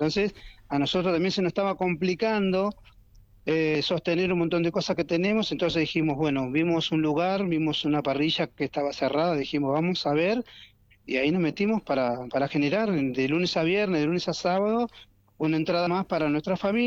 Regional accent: Argentina; Porque creo en mi Argentina, Marcelo, porque soy argentino, porque me emociona ver a mi bandera

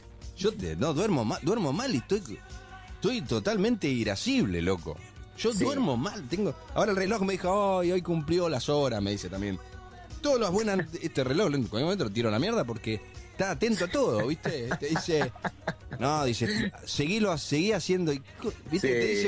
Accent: Argentina; Nosotros, vos como argentino te adelantás a todos. Somos supervivientes.

